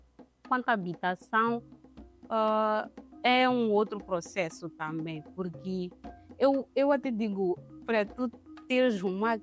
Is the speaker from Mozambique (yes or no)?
yes; Mozambique; moved away as an adult; now in France; ser mulher e ser moçambicana a viver na França